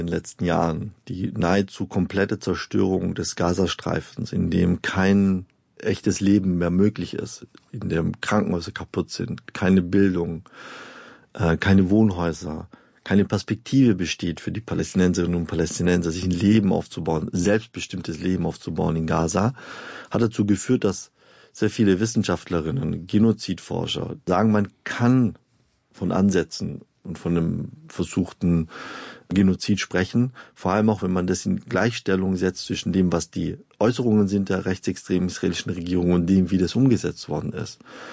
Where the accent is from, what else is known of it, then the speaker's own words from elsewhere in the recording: Stuttgart, Baden-Württemberg, Germany; ich komme ja aus Stuttgart